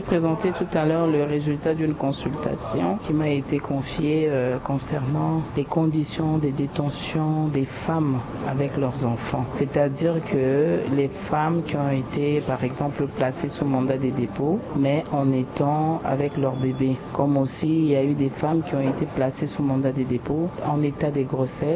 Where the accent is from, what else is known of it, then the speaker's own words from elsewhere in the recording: Central African Republic; ici, pour chez nous, en République centrafricaine